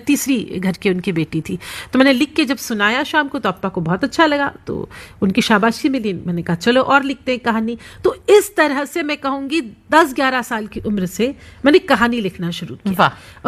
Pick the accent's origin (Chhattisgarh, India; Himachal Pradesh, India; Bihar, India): Chhattisgarh, India; Bhilai; also born or lived in Mumbai; now in Delhi, India; ये छत्तीसगढ़ में एक बहुत खूबसूरत सा शहर है जहां मेरी पैदाइश हुई, जहां मैं पली बड़ी। भिलाई स्टील प्लांट में मेरे अप्पा काम करते थे। मैं अप्पा कह रही हूँ तो सब सुनने वालों को पता लग ही गया होगा कि मैं दक्षिण भारती हूँ